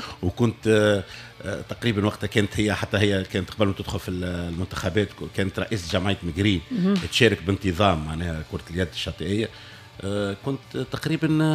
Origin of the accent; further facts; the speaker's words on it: Sfax, Sfax Governorate, Tunisia; born there; moved away; also born or lived in Bizerte; كنت انا اصولي من صفاقس، لعبت في الساقية انا صغير هونت